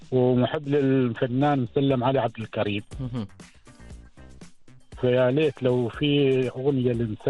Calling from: Nizwa, Ad Dakhiliyah, Oman; من ولايه نزوه.

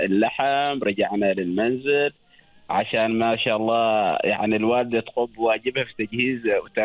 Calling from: Oman; ثقافة لنا احنا كعمانيين

